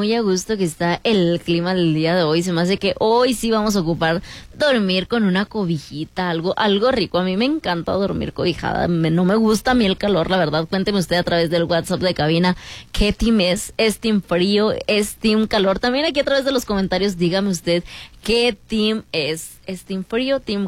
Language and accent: Spanish; Saltillo, Coahuila, Mexico; yo soy de aquí de Saltillo y siempre he sido de Saltillo. Ahorita también acá por los comentarios decían que qué bonita voz tenía de que me pusieron algo como sinaloense, de Sonora, algo así, pero no, yo soy de aquí 100% saltillense.